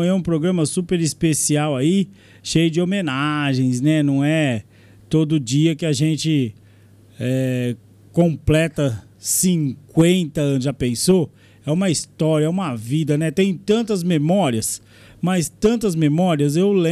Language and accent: Portuguese; Brazil; Mas a minha infância inteira, eu cresci ali naquela esquina, ali no Mercadão Primavera